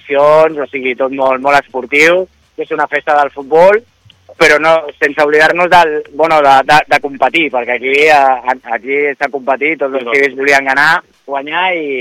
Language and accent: Catalan; Castelldefels, Catalonia, Spain; volíem fer alguna cosa pel poble, no? Som d'aquí de tota la vida.